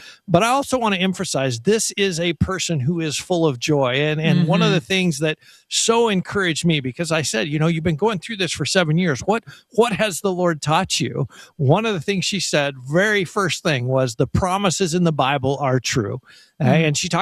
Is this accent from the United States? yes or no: yes; United States; For us as American believers